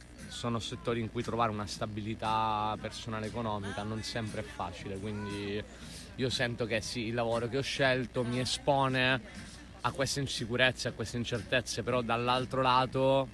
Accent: Catania, Sicily, Italy; Io sono catanese

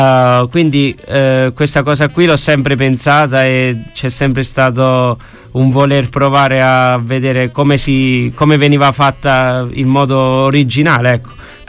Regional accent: Molise, Italy; also born or lived in Boston, United States; now in Rome, Italy; Geograficamente vengo dal Molise, la regione cosiddetta che non esiste, ma in realtà esiste.

